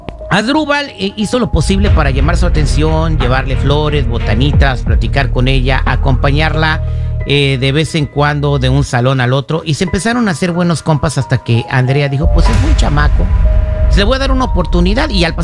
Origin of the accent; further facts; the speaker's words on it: Morelia, Michoacán, Mexico; also born or lived in Pittsburg, United States; Pero mi papá me llevó a México, a Morelia, porque no quería que me hiciera cholo según sus creencias.